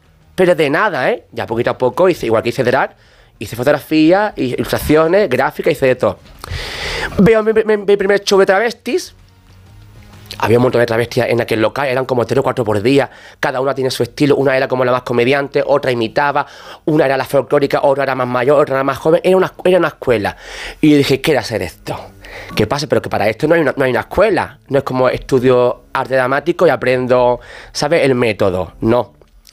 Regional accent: Alcalá de los Gazules, Andalusia, Spain; born or raised there

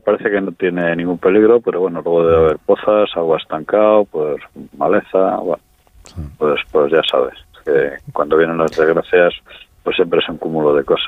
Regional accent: Venta de Baños, Castile and León, Spain; born or raised there

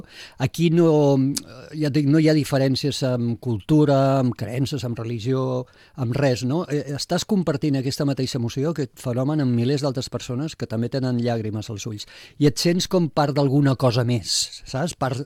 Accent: Tarragona, Catalonia, Spain; born or raised there; now in Sant Cugat, Spain

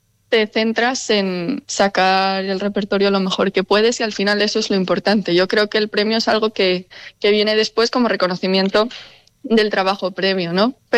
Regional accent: Luanco, Asturias, Spain; la Escuela de Música del Luango, de mi pueblo

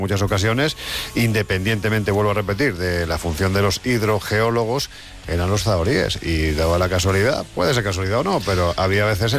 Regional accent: Jaén, Andalusia, Spain; Yo os puedo decir, sabéis que soy de Jaén y es muy habitual cuando te metes en zonas de sierra

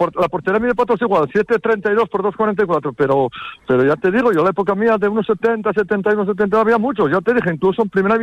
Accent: Turón, Asturias, Spain

